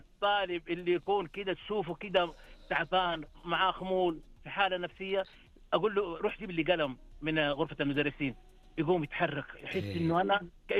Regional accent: Mecca, Makkah Province, Saudi Arabia

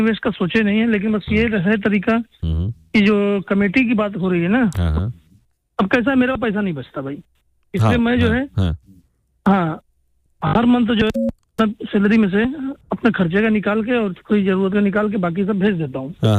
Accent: Mumbai, Maharashtra, India; आप दिल्ली से हैं, मैं मुंबई से हूँ

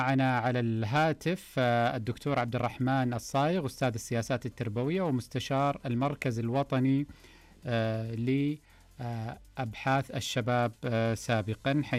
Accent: Saudi Arabia; وهذا طبعا منحنا كسعوديين جرعة كبيرة من التفاؤل،

